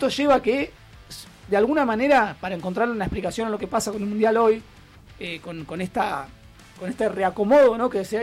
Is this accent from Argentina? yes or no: yes; Argentina; Porque en otros momentos, yo admito, como público en general, como hincha argentino, me enojaba con esta posesión de pelota.